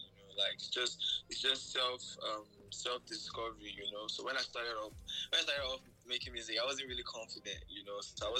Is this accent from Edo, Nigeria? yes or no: yes; Benin City, Edo, Nigeria; born there; I was born in Benin City. My mom and my dad, they met themselves there.